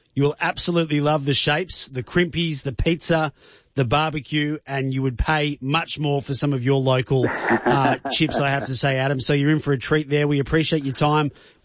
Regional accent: Dundas, New South Wales, Australia; If I had that as a child growing up around Dundas, that would have been a game changer.

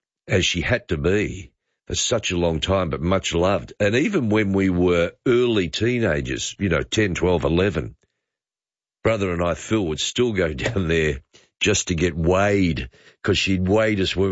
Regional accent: Melbourne, Victoria, Australia; I was there for all my life as a young person in Glen Iris

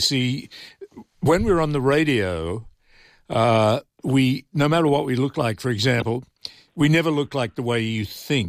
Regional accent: Griffith, New South Wales, Australia; born there; No, I'm not. I was born in Griffith, but so.

